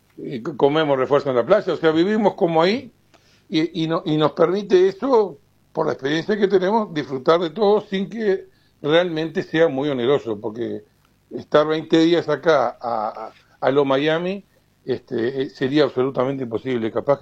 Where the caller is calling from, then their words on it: Uruguay; como lo vivimos nosotros a la uruguaya.